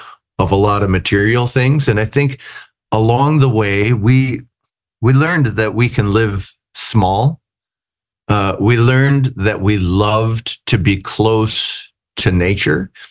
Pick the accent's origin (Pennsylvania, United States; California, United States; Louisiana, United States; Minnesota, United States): Minnesota, United States; I'm from Minnesota. He saw my license plate.